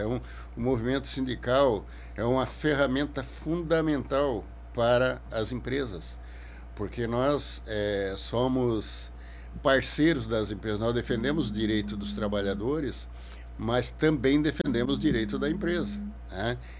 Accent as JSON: {"language": "Portuguese", "town": "Turvo", "region": "Santa Catarina", "country": "Brazil", "tie": "born or raised there", "also_born_or_lived": "Criciúma", "moved": "as an adult", "said": "Mas o município era de Turvo e Ermo era o distrito, né? Então eu nasci e me criei aqui na terrinha, trabalhando na agricultura, na lavoura"}